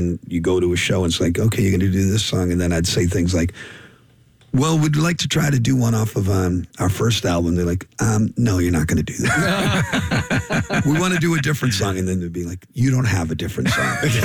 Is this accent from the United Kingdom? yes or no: no; Boston, Massachusetts, United States; Boston is the kind of town, it's an arrogant kind of town that, like, you have to know we're from Boston.